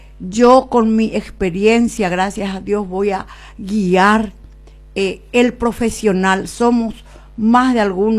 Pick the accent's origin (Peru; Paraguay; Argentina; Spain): Paraguay; Coronel Oviedo, Caaguazú; la se ciudad querida Coronel Oviedo